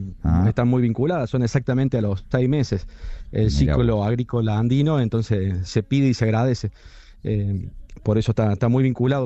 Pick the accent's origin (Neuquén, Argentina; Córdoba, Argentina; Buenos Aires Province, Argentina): Córdoba, Argentina; yo soy de Córdoba.